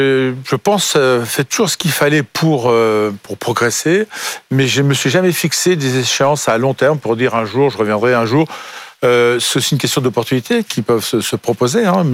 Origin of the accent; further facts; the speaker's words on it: Alençon, Normandy, France; moved away; j'arrivais de ma Normandie natale, de mon club donc sportif dans la ville d'Alençon